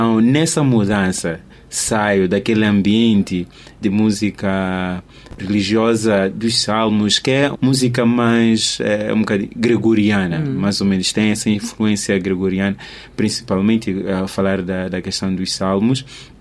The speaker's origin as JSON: {"language": "Portuguese", "country": "Mozambique", "said": "nós estamos como africanos, como moçambicanos, a música está sempre lá."}